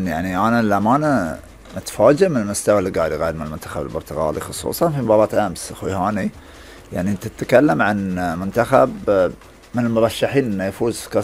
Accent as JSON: {"language": "Arabic", "country": "Bahrain", "said": "احنا كمنتخب بحريني"}